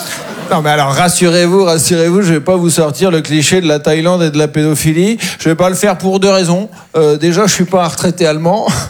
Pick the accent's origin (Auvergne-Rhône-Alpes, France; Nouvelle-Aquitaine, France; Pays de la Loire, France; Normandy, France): Normandy, France; Caen; Et moi, je viens de Caen, en Normandie. Et souvent, on ne connaît pas à côté de chez soi.